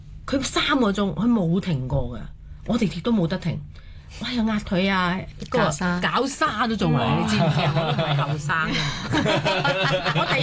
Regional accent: Macau; 我係澳門一個土生土長一個人，我唔係一個紅褲仔出身嘅人

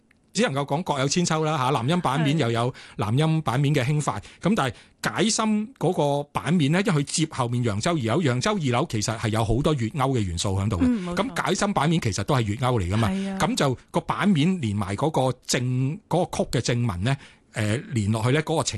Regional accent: Hong Kong; 我哋香港人習慣講就係叫和平之後啦

